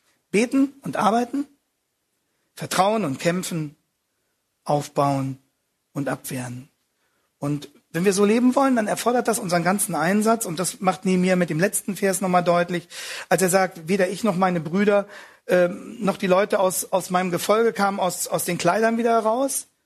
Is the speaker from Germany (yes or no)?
yes; Germany; Wir als Deutsche freuen uns vielleicht weniger drüber